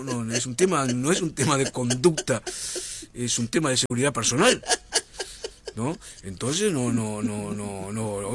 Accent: Artigas, Uruguay; also born or lived in Rivera; yo soy de la Cuaró, o sea, la gente de la Cuaró es así, somos cuchilleros

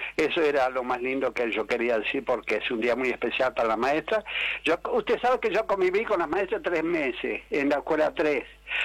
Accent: Tranqueras, Rivera, Uruguay; born or raised there; moved away

